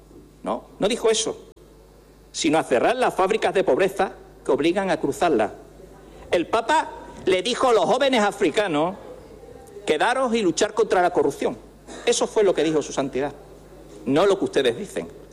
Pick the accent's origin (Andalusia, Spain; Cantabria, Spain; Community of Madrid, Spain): Andalusia, Spain; Cádiz; accent: Andalusian; ¿Que soy andaluz y ceseo o seseo? ¿Cuál es el problema, señor Jiménez? No sé, usted como un catedrático de... En fin. Es que uno es de Cádiz. Perdone que me coma la Z.